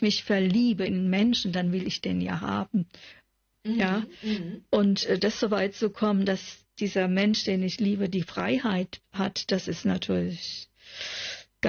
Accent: Southern Germany, Germany; now in Northern Germany, Germany; Ich bin ja aus Süddeutschland und meine Mutter kommt aus Badisch-Sibirien und das Madonnenländer. Es ist also ein sehr christlich und katholisches Gebiet.

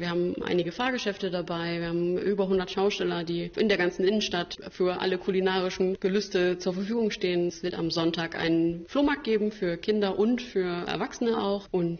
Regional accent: Jever, Lower Saxony, Germany; ich bin ja gebürtige Jeferanerin, deswegen ist für mich das Altstadtfest natürlich wie für die meisten anderen, die hier geboren und aufgewachsen sind, einfach die Party des Jahres.

